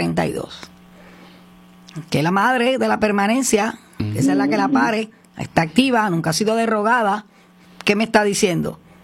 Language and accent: Spanish; Aguadilla, Puerto Rico; Dando un ejemplo de mi pueblo Aguadilla